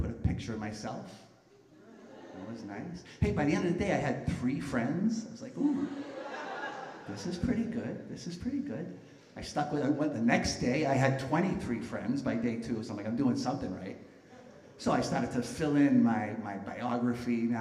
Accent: Boston, Massachusetts, United States; moved away as an adult; I was in Boston. Boston's my hometown

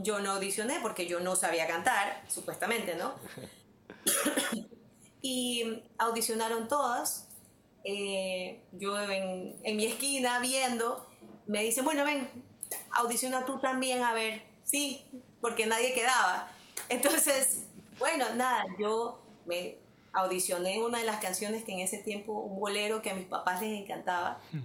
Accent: Guayaquil, Guayas, Ecuador; also born or lived in Quito; Yo soy guayaquileña, pero viví en Quito un tiempo. Dios me ha tenido por todos lados.

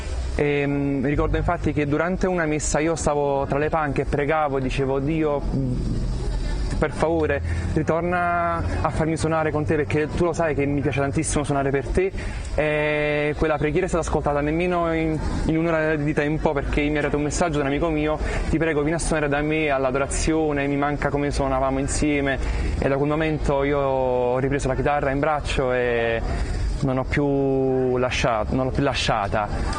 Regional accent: Naples, Campania, Italy; vengo da Napoli

